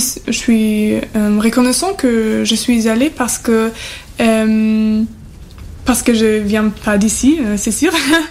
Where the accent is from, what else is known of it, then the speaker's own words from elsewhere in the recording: Halle, Saxony-Anhalt, Germany; French is a second language; moved away as an adult; now in Chatou, France; en fait, je viens d'Allemagne. À Halle, c'est un petit village dans l'est d'Allemagne. Ici, je fais un service civique pour un an.